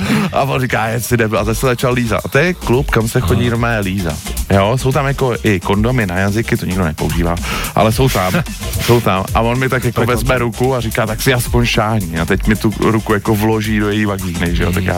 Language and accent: Czech; Prague, Czechia; hodně se věnuju Česku, Praze, protože jsem z Prahy